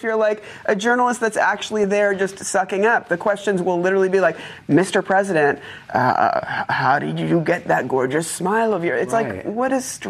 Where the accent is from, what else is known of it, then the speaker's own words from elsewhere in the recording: Canada; I am Canadian.